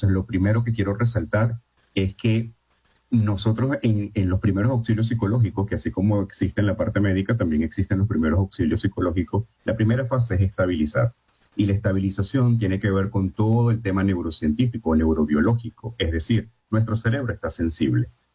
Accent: Venezuela; soy, aparte de ser profesional, por supuesto, soy venezolano, soy humano, y esto me conmueve.

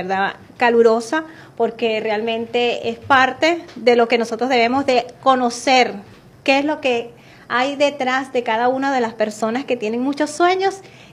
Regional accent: El Tigre, Anzoátegui, Venezuela; nuestra gente tigrense

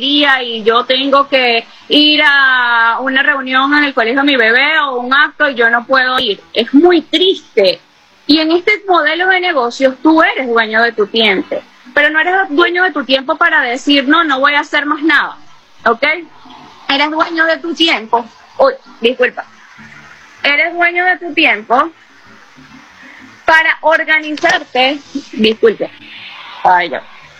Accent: Venezuela; así somos las venezolanas

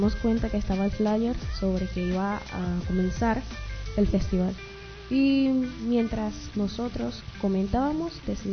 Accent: Barcelona, Anzoátegui, Venezuela; soy de Barcelona, del estado de Anzoátegui

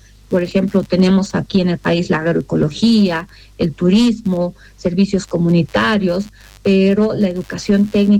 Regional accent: Bolivia; funcionamos como bolivianos

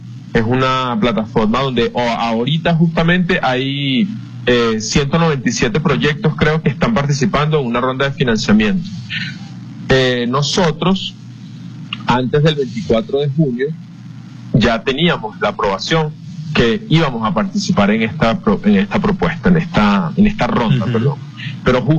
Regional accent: Venezuela; nos golpeó a todos como sociedad, pues, ¿no? Como venezolano.

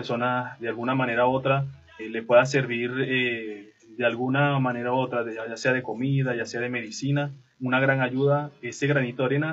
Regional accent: Venezuela

